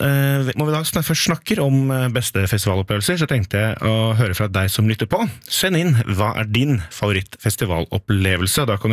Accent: Oslo, Norway; det er jo nesten hagen til foreldrene mine der jeg vokste opp.

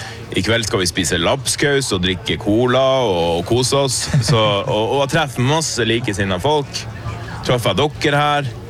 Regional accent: Billefjord, Finnmark, Norway; moved away; jeg er jo opprinnelig fra Billefjord i Porsanger.

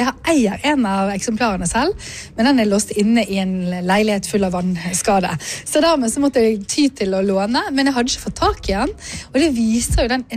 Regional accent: Western Norway, Norway; Jeg er jo vestlending selv

